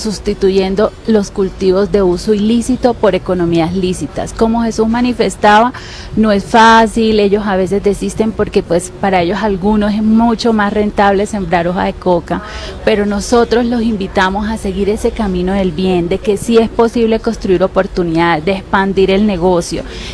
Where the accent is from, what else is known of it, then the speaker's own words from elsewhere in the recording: Ocaña, Norte de Santander, Colombia; mi tierra, de Ocaña. Soy de Ocaña, norte de Santander, orgullosa de esa tierra